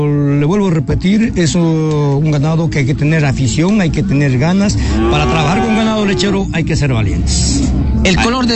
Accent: Biblián, Cañar, Ecuador; moved away as an adult; now in Macas, Ecuador; yo vengo de la provincia del Cañar, Cantón Biureán. Soy ganadero, manejo ganado lechero. Vine en el 2017 aquí a Morona, Santiago. Estoy ubicado justamente aquí en el kilómetro 24 de la vía Macas Puyo.

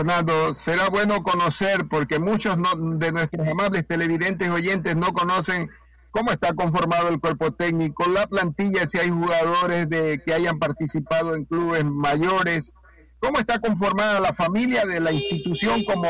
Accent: Guayaquil, Guayas, Ecuador; nuestra ciudad de Guayaquil

